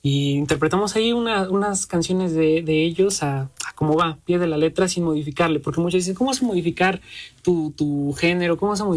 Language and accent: Spanish; State of Mexico, Mexico; Yo vengo del Estado de México. Tengo familia en Jalisco, tengo familia